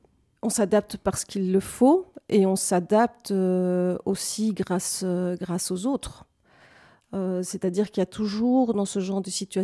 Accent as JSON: {"language": "French", "region": "Guanajuato", "country": "Mexico", "tie": "born or raised there", "lives_now": "Belgium", "said": "Et donc j'ai passé une bonne partie de mon enfance au Mexique. Et plus précisément à 500 km au-dessus de Mexico, dans une petite ville magnifique, universitaire, culturelle, qui s'appelle Guanajuato."}